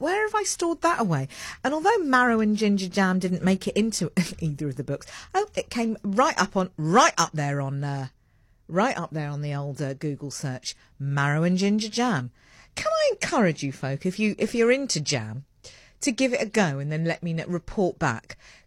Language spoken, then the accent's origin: English; United Kingdom; accent: British; moved away as an adult; now in South Africa; I sound different to most of the people that we are around, although sometimes I feel like they're taking the mickey out of my British accent